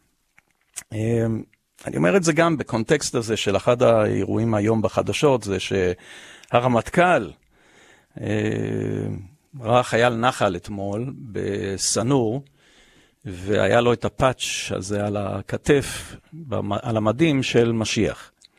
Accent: Ashkelon, Southern District, Israel; born there; now in Jerusalem, Israel; כשאני הייתי בן 10 אנחנו עלינו לארץ, אמא שלי שבה לארץ, גדלנו באשקלון, אבל אני זכיתי לעבור לגור בירושלים וללדת פה את הילדים שלי

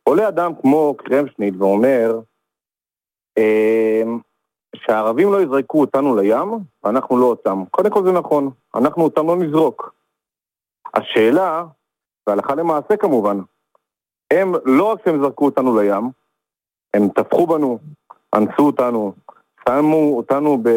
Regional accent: Rehovot, Central District, Israel; אני מרחובות. קודם כל גילוי נאות, אני גדלתי בבית ליכודי

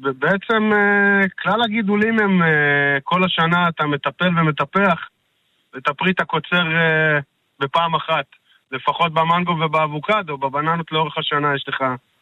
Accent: Ma'agan, Northern District, Israel; moved away as an adult; now in Tel Katzir, Israel; אני בן 36, אני מקיבוץ מעגן.

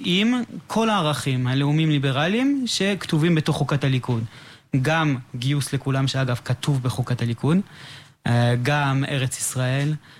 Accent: Canada; Hebrew is a second language; moved away as an adult; now in Israel; כשהייתי בתיכון, הייתי בתיכון שבו למדו הרבה מאוד ישראלים שירדו מהארץ והגיעו לקנדה.

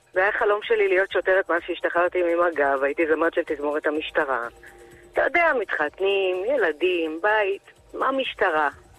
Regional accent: Rishon LeZion, Central District, Israel; קודם כל, אני מראשון לציון ומשרתת בירושלים.

